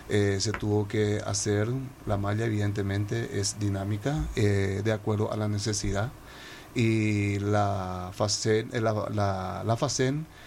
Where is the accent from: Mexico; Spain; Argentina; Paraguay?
Paraguay